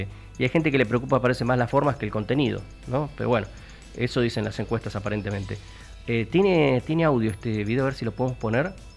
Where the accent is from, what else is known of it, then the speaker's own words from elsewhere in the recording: Argentina; Qué raro que somos los argentinos.